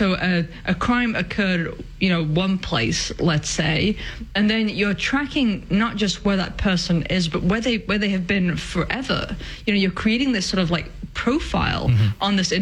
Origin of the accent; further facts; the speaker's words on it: England, United Kingdom; moved away; I grew up in America, sorry, in England